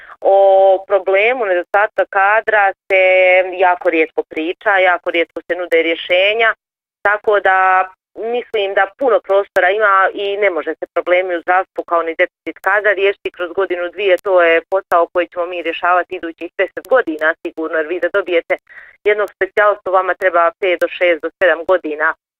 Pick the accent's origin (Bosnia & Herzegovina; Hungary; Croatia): Bosnia & Herzegovina; Federation of Bosnia and Herzegovina; uzet ću Hercegovačko-neretvanski kanton, odakle sam ja